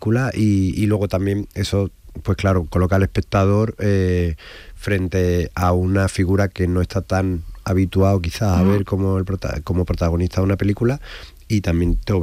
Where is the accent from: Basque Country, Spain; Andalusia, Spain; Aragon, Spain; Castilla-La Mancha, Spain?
Andalusia, Spain; Seville; soy sevillano, uh-huh. Y he crecido justo enfrente de esos cines